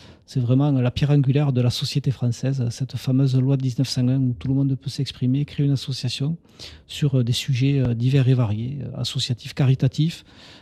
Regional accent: Tarascon-sur-Ariège, Occitanie, France; born there; donc je suis né à Tarascon, j'ai fait des études à Toulouse dans l'hôtellerie

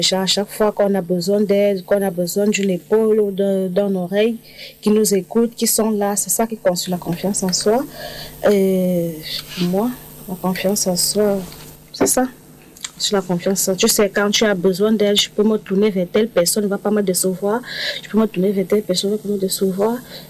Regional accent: Cameroon; moved away; Je suis camerounaise.

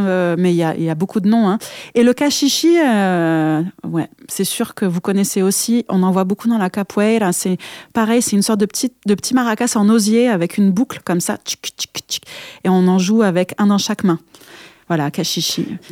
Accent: Occitanie, France; chez nous en Occitanie

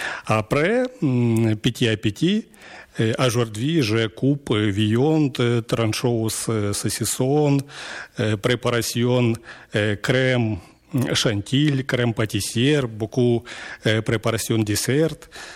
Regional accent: Ukraine; French is a second language; moved away as an adult; now in Lourdes, France; Je suis ukrainien, j'ai arrivé en France 3 ans.

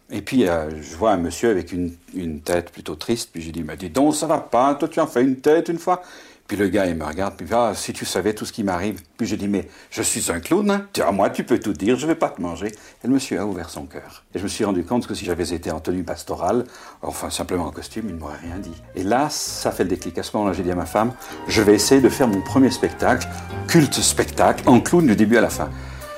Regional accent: Belgium; accent: Belgian; now in Switzerland; moi j'ai un accent belge, j'ai coupé au couteau une fois.

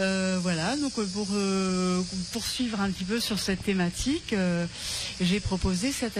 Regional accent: Occitanie, France; moi je suis d'Agnan.

